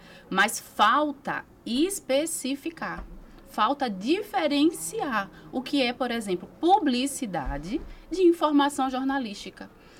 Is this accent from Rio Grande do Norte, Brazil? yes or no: no; Sergipe, Brazil; moved away; Eu sou de Sergipe, falo isso sempre com muito orgulho. Eu vim de uma outra realidade.